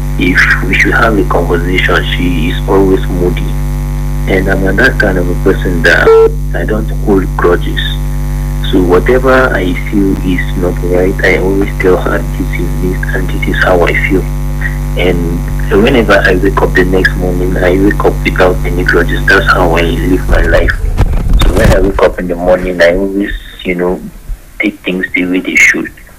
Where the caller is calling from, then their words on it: Greece; I'm calling from Greece.